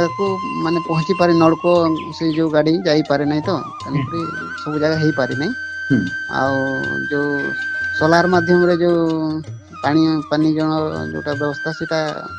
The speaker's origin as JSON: {"language": "Odia", "town": "Gaduatpur", "region": "Odisha", "country": "India", "tie": "born or raised there", "said": "ଆଉ M school ପର୍ଯ୍ୟନ୍ତ ଆମର ଆମ ଗାଁ ନିଜେ ଗଡ଼ୁଆଟପୁରରେ ରହିଛି।"}